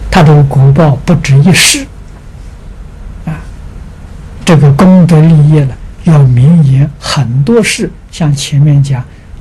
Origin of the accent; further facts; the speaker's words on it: Anhui, China; moved away; 我们家乡啊，好像安徽省呢